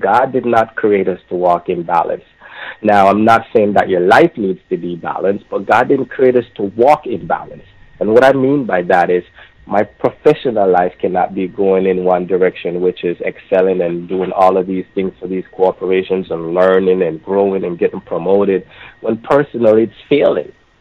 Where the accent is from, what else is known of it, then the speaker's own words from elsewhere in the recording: United States; Born and raised in Almondtown right there. Rima was just a stone throw away. Jungle was just a stone throw away.